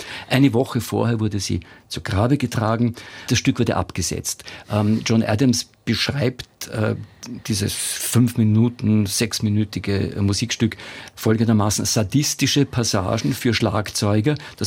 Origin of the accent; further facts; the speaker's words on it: Austria; Das kann man mitsingen, auch als Österreicher.